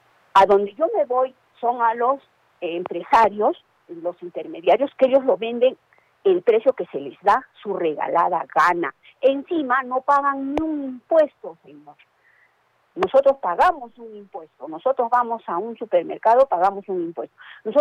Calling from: Arequipa, Peru; nosotros como arequipeños, peruanos

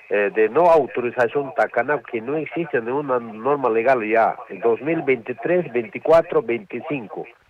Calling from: Arequipa, Peru

